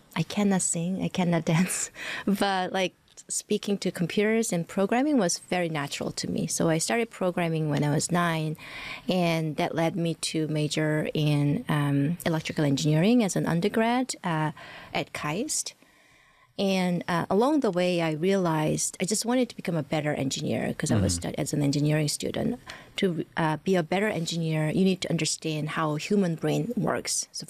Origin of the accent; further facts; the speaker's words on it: South Korea; moved away as an adult; growing up in South Korea, I didn't know what are the career options that I had.